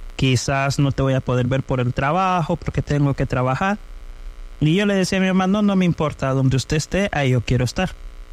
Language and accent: Spanish; Honduras; now in El Salvador; Yo soy hondureño, estoy aquí en El Salvador desde 1999 hasta la fecha.